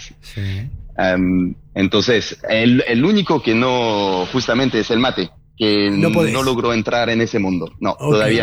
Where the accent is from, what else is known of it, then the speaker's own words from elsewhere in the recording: Lyon, Auvergne-Rhône-Alpes, France; Spanish is a second language; No, de Lyon.